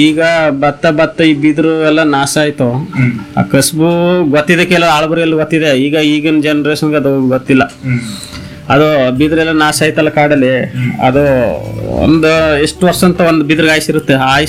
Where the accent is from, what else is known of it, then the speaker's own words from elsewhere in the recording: Karnataka, India; born there; ಈಗ ನಮ್ಮ ಪಕ್ಕದಲ್ಲಿ ಕುಡ್ಗಿ ಇದೆ, ಈಗ ನಮ್ದು ಕುಡ್ಗಿ ಆಡಿ